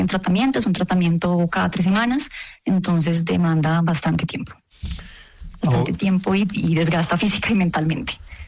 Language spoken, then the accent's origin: Spanish; Cúcuta, Norte de Santander, Colombia; Bueno, yo soy cucuteña, tengo 29 años, ya estudié acá en Bogotá, en la Universidad Javeriana.